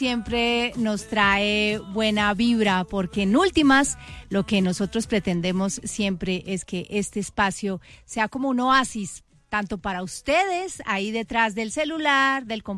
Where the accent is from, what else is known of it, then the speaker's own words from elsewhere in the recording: Medellín, Antioquia, Colombia; mi coterránea, porque también es de Medellín